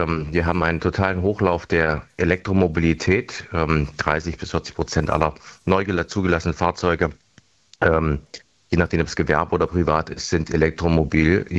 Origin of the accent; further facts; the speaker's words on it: Erfurt, Thuringia, Germany; Entsiegelung von Flächen in Erfurt, meiner Heimat.